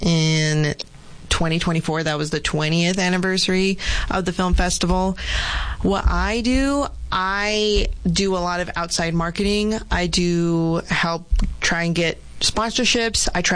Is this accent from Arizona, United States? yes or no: yes; Somerton, Arizona, United States; I am from the Kokopa Indian tribe down in Somerton, Arizona.